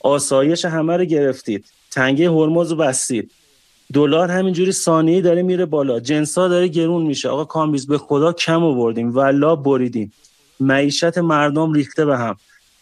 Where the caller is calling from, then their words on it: Shiraz, Fars, Iran; من خودم تو صنف لوازم یدکی مشغول هستم تو شیراز.